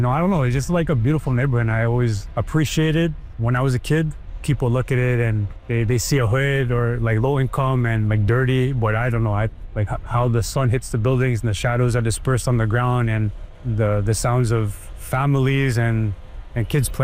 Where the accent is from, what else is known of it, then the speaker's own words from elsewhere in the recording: Toronto, Ontario, Canada; I was born and raised in St. Jamestown my whole life. So yeah, it's a place that just means a lot to me.